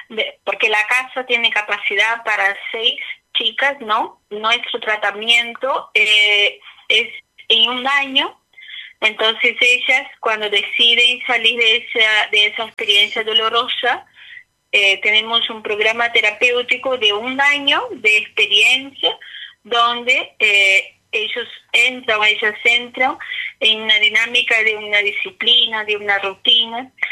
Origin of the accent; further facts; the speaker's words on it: Brazil; Spanish is a second language; Sí, bueno … tengo 35 años, soy brasileña.